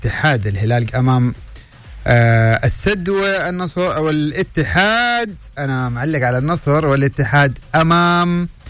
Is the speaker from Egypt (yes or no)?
no; Saudi Arabia; بلادنا المملكة العربية السعودية، السعودية العظمى